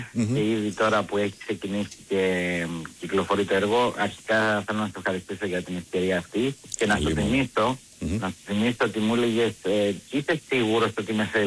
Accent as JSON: {"language": "Greek", "town": "Corfu", "region": "Ionian Islands", "country": "Greece", "tie": "born or raised there", "also_born_or_lived": "Sparta", "said": "Ναι, γεννήθηκα στη Σπάρτη και 5 ετών ήρθα στη Κέρκυρα."}